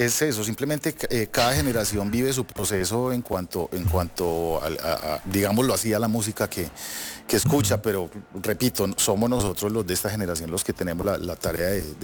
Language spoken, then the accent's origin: Spanish; Medellín, Antioquia, Colombia; yo que soy de Medellín y crecí en Medellín en los 80s y 90s, donde pues uno encendía la radio y había 4 o 5 emisoras que pasaban rock.